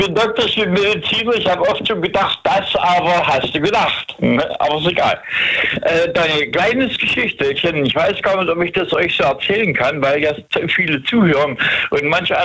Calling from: Langenau, Hesse, Germany; Ich bin jetzt hier in Hessen. In Langenau ist das eine kleine Stadt, bei Frankfurt.

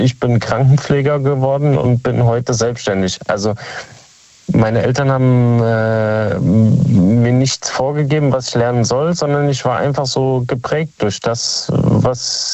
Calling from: Kaiserslautern, Rhineland-Palatinate, Germany; Ursprünglich aus Kaiserslautern, jetzt lebe ich in Speyer.

